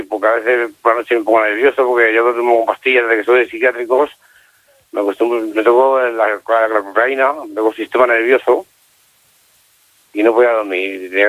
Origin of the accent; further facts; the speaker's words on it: Lleida, Catalonia, Spain; moved away; yo soy de Lleida